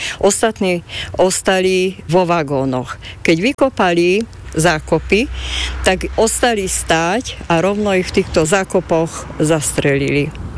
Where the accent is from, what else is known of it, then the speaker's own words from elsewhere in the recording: Sklené, Žilina Region, Slovakia; pochádzam z … zo Skleného nemeckej dediny, ktorá sa volala kedysi Glazerhau a leží v oblasti Haverlandu.